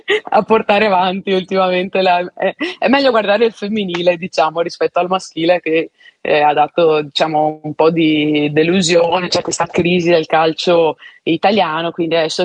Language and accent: Italian; Venice, Veneto, Italy; già da piccola nei campielli veneziani, infatti essendo veneziana, giocavo con i maschi